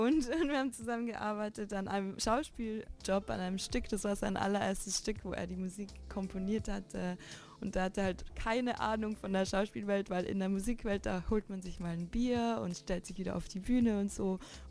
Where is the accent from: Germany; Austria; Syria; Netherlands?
Austria; now in London, United Kingdom; wie das so war, als eine der einzigen People of Color in einem winzigen Dorf in den Bergen von Österreich aufzuwachsen.